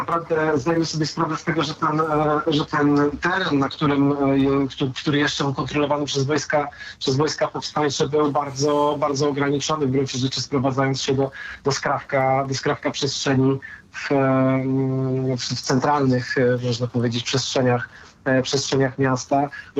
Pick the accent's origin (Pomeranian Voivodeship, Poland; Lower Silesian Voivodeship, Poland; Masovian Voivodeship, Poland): Masovian Voivodeship, Poland; Warsaw; mówię to zresztą jako warszawiak, jako historyk, jako, no już mogę się tak zautodefiniować, polski patriota.